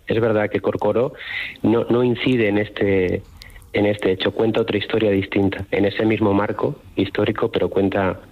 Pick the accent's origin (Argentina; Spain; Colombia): Spain; a nosotros, claro, como españoles y como flamencos, no se nos ocurre mejor final para el Ochodrón que ese